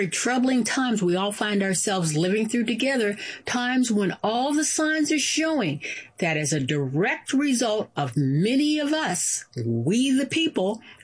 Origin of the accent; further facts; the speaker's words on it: United States; born there; as a Black woman, as a lawyer, as an American citizen, born here